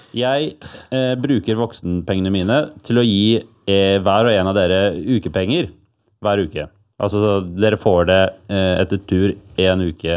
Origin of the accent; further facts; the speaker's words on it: Bærum, Akershus, Norway; Jeg er fra Bærum